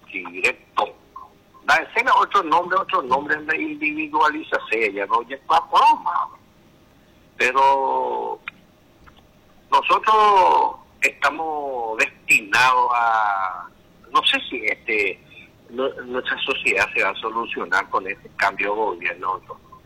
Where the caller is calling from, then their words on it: Paraguay; Y así somos los paraguayos, así, ¿no?